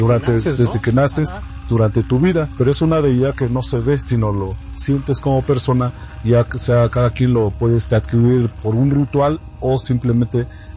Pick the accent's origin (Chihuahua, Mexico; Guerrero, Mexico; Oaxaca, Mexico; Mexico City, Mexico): Oaxaca, Mexico; first language Mazatec; Spanish is a second language